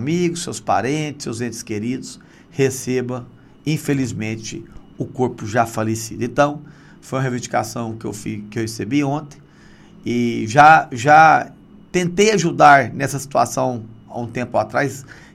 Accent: Itumbiara, Goiás, Brazil; eu sou de Tumbiara, estado de Goiás

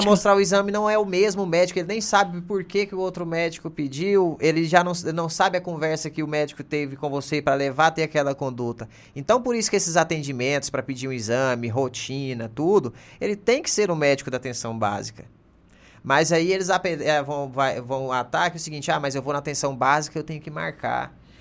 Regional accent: Goiânia, Goiás, Brazil; eu sou lá de Goiânia, agora temos a temporada de praia.

